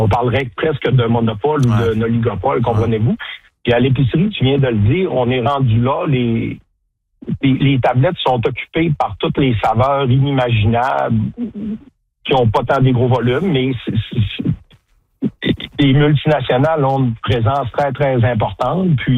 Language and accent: French; Quebec, Canada; c'est un peu particulier, on est ici, on est québécois, puis il faut comme se battre comme producteur pour avoir un espace Québec